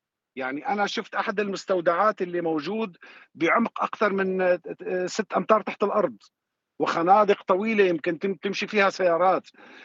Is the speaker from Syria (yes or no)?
yes; Syria; كلياتنا كسوريين شفنا براميل كلور الصفراء اللي كانت تتصنع